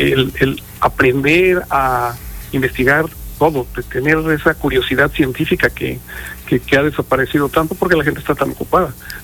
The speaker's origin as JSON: {"language": "Spanish", "country": "Mexico", "moved": "as an adult", "said": "yo le pago a México lo que México hizo por mí, ¿no? Yo cuando terminé mi escuela de medicina me salí de México y ya nunca regresé"}